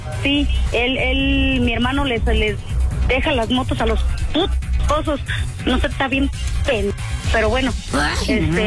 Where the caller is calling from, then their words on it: Morelia, Michoacán, Mexico; No, yo no estoy en Saguayo, yo vivo en Morelia.